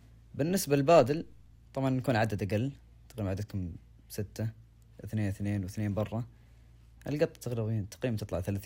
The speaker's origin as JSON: {"language": "Arabic", "town": "Dammam", "region": "Eastern Province", "country": "Saudi Arabia", "said": "مثلا عندنا في الدمام يمكن ما توفق بنثبت البحر"}